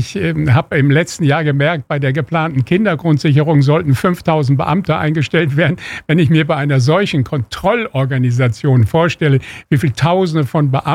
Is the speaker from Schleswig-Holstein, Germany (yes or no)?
no; Berlin, Germany; Ich bin Berliner